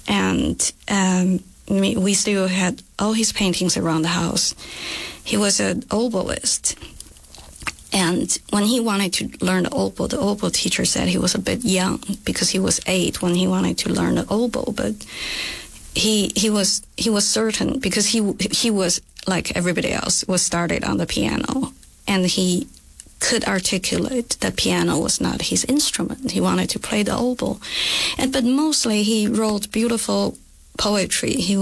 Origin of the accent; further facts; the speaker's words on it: China; So I grew up in China, and for instance, when I was little